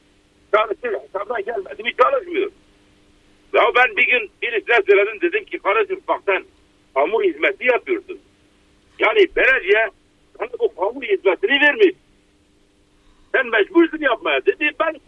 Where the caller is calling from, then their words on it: Diyarbakır, Diyarbakır Province, Turkey; Ben Diyarbakır'dan arıyorum.